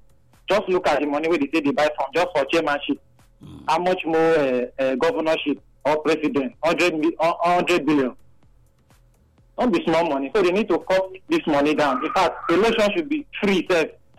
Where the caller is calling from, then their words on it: Nigeria; I'm calling from Adolo.